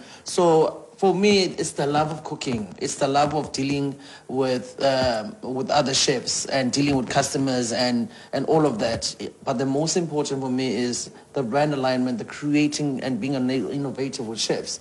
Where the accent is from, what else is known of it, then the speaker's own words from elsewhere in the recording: South Africa; Yes, we are South African